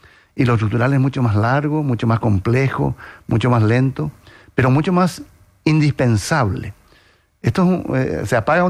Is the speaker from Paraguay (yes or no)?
yes; Paraguay